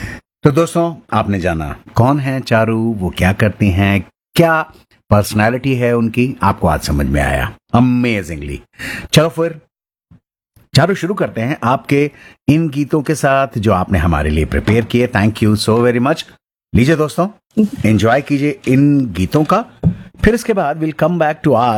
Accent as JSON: {"language": "Hindi", "town": "Jaipur", "region": "Rajasthan", "country": "India", "said": "मैं भी जयपुर से हूं।"}